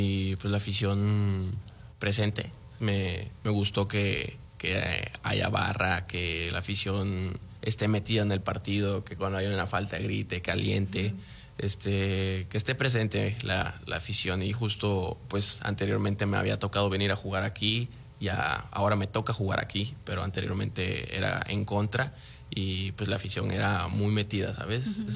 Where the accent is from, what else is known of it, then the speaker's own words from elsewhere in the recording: Tapachula, Chiapas, Mexico; Sí, claro, pues justo por mi niñez que vivía allá en Chiapas, en Tapachula, inicié y pues fue muy rápido el proceso